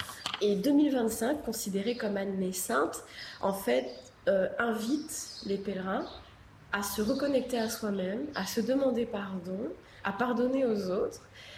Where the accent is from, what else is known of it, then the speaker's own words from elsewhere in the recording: Réunion; also born or lived in Africa; moi je suis française et en plus de la Réunion